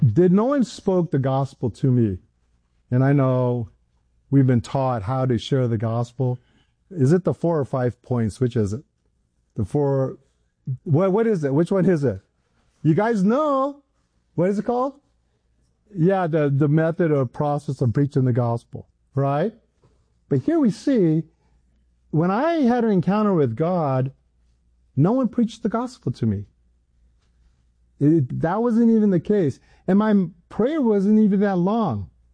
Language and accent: English; Hawaii, United States; also born or lived in San Diego; I grew up in Hawaii. I was in Hawaii and that's where I went to school.